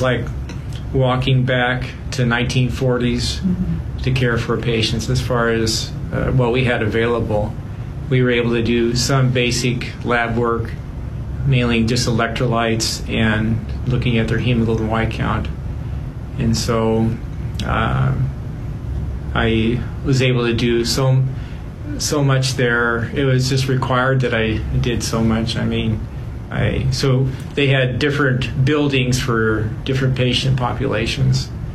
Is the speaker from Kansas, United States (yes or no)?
yes; Topeka, Kansas, United States; we had job offers in Fergus Falls and one in my hometown in Topeka, Kansas.